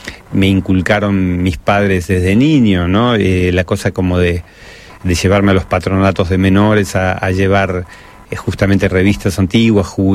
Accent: Buenos Aires, Argentina; also born or lived in Caballito, Buenos Aires; si bien nací en Caballito, estábamos en los monoblocks de Saavedra, ¿no? Sí. Que en ese momento no era la Saavedra chic de la actualidad

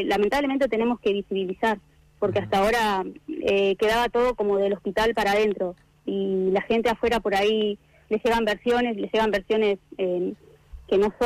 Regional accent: Comodoro Rivadavia, Chubut, Argentina; Yo soy de Comodoro, y cambiar de la ciudad a un pueblito más chico, más tranquilo, y que nos hayan dado la vivienda, ese era un plus muy grande.

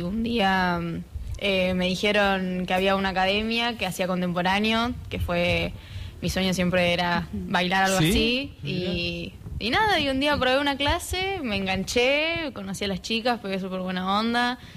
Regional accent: La Pampa, Argentina; moved away

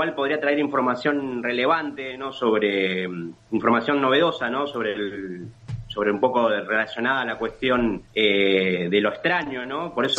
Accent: Ezeiza, Buenos Aires Province, Argentina; nosotros también somos de Zona Sur, que hemos ido a ver muchas bandas a Temper, que nosotros somos de Seiza.

